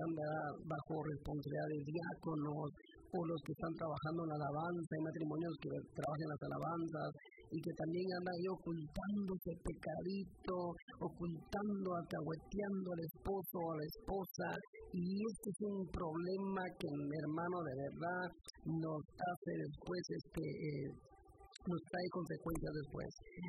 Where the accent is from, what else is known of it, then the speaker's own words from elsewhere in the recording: Guatemala; yo soy de Guatemala